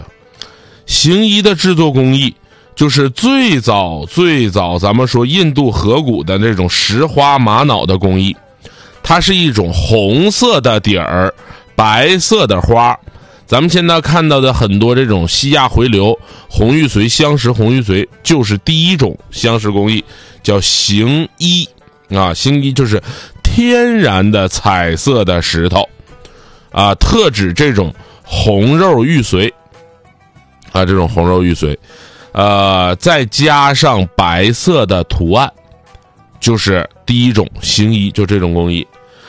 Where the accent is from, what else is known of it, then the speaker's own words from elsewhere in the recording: Northeast China, China; 我们东北都叫扫色